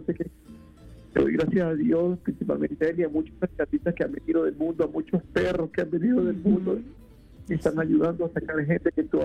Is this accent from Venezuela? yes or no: yes; Venezuela; todas estas cosas que están pasando en mi país, pues, lamentablemente, dos golpes bien fuertes, muy, muy fuertes. Mi familia vive en La Guaira, uno de los estados que está muy afectado